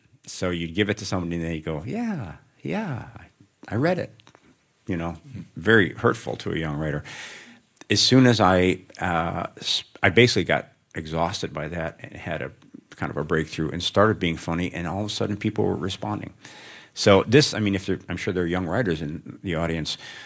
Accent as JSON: {"language": "English", "town": "Chicago", "region": "Illinois", "country": "United States", "tie": "born or raised there", "said": "I grew up in Chicago on the South Side and in the late 60s and 70s, and looking back, in that community, one of the ways you expressed love was by sarcasm."}